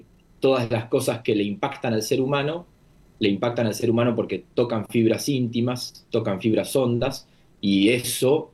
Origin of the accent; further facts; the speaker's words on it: Coronel Suárez, Buenos Aires Province, Argentina; born there; Recuerdo tener 14, 15 años, estar con un amigo mío de Coronel Suárez, provincia de Buenos Aires, donde yo nací